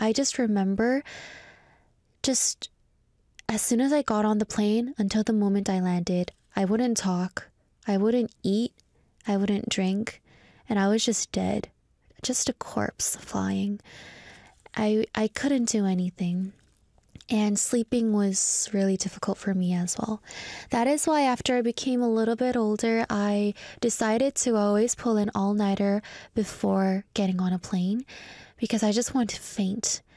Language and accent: English; Canada; now in Korea; I was born and raised in Canada